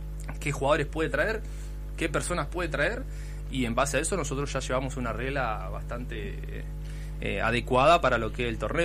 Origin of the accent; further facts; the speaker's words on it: General Roca, Río Negro, Argentina; Yo soy de Roca.